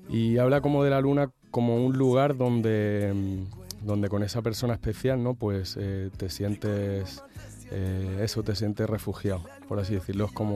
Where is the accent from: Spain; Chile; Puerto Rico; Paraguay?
Spain; Catalonia; born there; now in Mallorca, Spain; estoy a 1 hora de Barcelona o así